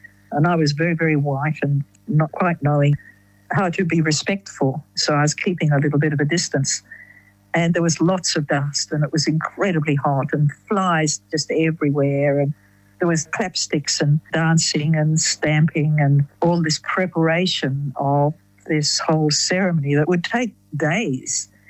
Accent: Tasmania, Australia; I grew up in Tasmania.

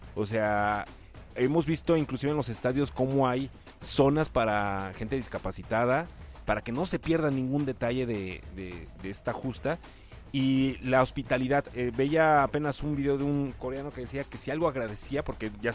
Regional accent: Mexico; Está muy normalizado como mexicanos de cómo somos, que nos encanta la fiesta

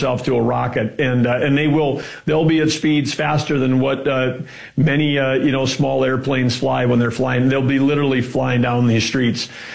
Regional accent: North Dakota, United States; born or raised there

